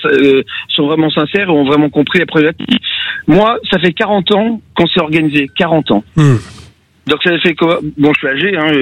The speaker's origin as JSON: {"language": "French", "town": "Lyon", "region": "Auvergne-Rhône-Alpes", "country": "France", "said": "Je suis lyonnais, oui."}